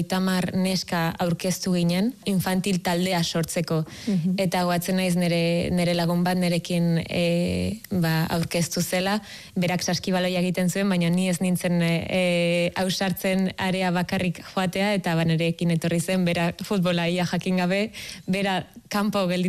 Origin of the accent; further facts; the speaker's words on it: Añorga, Basque Country, Spain; ni Añorgakoa naiz